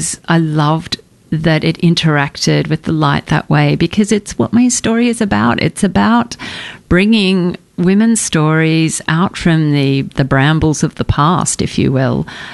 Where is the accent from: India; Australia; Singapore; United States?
Australia; Ballarat, Victoria; It's set in Australia and in my hometown of Ballarat.